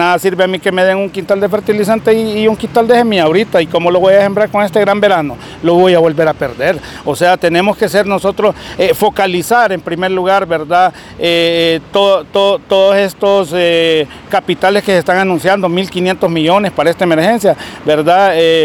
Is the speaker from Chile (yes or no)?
no; Honduras; ni como hondureños ni como plataforma